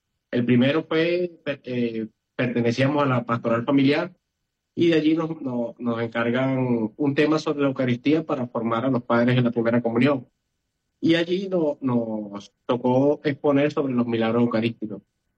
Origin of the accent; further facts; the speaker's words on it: Venezuela; moved away as an adult; now in Magdalena del Mar, Peru; Como dice mi esposa, somos venezolanos, migramos, nos tocó migrar acá al Perú